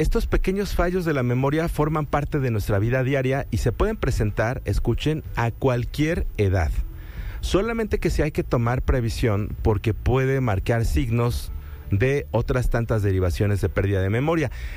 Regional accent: Mexico; sabes cómo somos los mexicanos

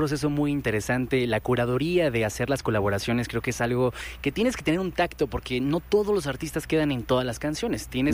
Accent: Mexico

